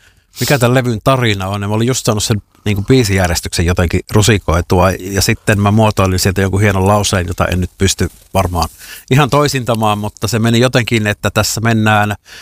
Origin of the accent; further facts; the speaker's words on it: Joensuu, North Karelia, Finland; also born or lived in Helsinki / Espoo; now in Turku, Finland; mä oon siis Joensuusta lähtöisin, sieltä Helsinkiin, sieltä Espoossa ja nyt Turkuun, niin vahvasti niin kuin länteen mennään.